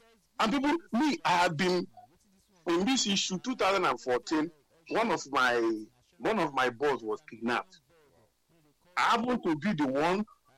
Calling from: Ikeja, Lagos, Nigeria; I'm calling from Ikeja.

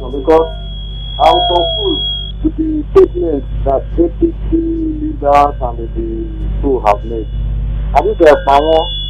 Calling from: Brazil; I'm calling from Brazil.

